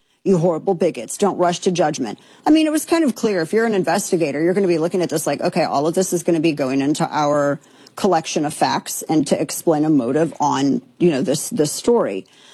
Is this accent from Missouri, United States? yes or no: yes; Missouri, United States; come from the Show Me State, my home state of Missouri